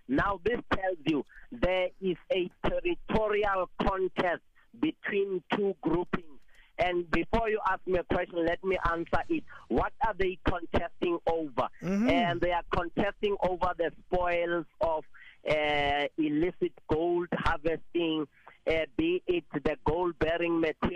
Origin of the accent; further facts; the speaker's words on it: Bekkersdal, Gauteng, South Africa; starting from my hometown. You know, I'm from Bekkersdal.